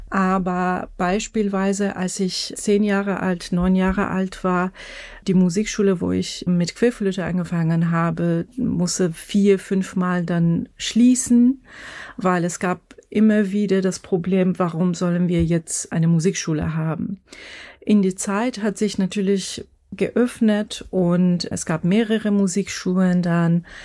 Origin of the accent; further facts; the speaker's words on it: Iran; German is a second language; now in Germany; ich komme aus dem Iran und lebe jetzt gerade in Deutschland, und dass man mit mehrere Identität zu tun hat, dass man immer wieder an der Suche ist, eine Zugehörigkeit zu finden